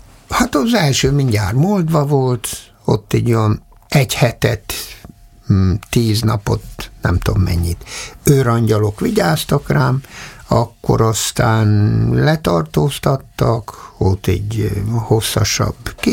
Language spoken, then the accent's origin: Hungarian; Budapest, Hungary; born there